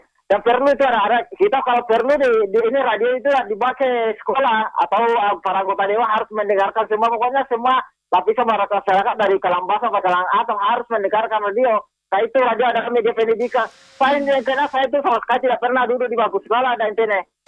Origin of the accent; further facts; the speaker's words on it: South Sulawesi, Indonesia; Itulah tradisi kita itu sebagai orang Bugis ya, sangat bagus sekali